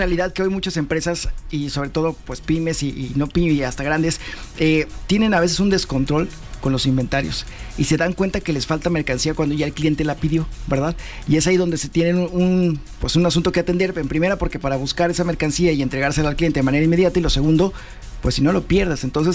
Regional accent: Mexico; como mexicanos, dejamos toda la decisión.

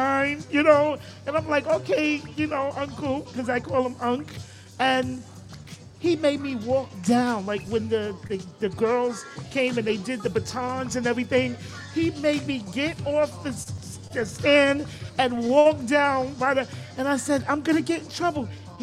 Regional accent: New York City, New York, United States; I grew up in the Bronx in Gun Hill, uptown.

